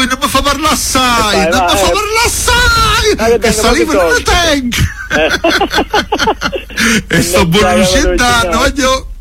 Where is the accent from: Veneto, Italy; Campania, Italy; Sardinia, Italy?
Campania, Italy; Torre del Greco; born there; io sono nato a Torre del Greco Torre del Greco mi ha apprezzato tanto mi ha voluto bene Napoli mi ama Caserta mi ama